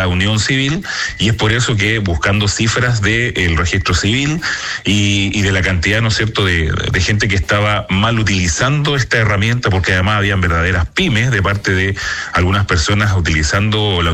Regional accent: Easter Island, Valparaíso, Chile; poder residir en este territorio que es mi tierra de Rapa Nui.

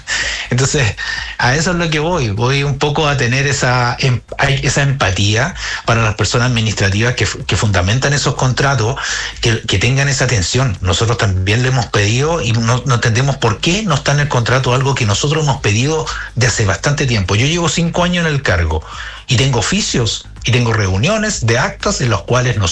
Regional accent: Chile; nos sintamos orgullosos como chilenos

